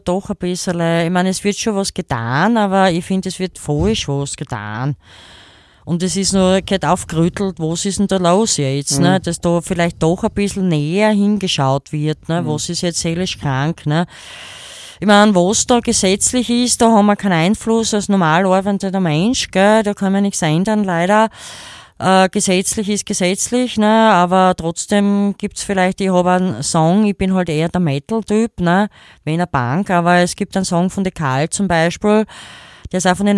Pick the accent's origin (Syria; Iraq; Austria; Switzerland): Austria; Carinthia; born there; Ja, ich bin ja gebürtiger Kärntner, ich bin ja kein Grazer.